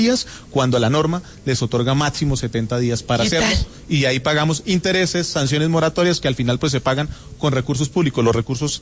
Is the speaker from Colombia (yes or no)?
yes; Vélez, Santander, Colombia; me sé coplas porque yo soy de Vélez, Santander, de la provincia de...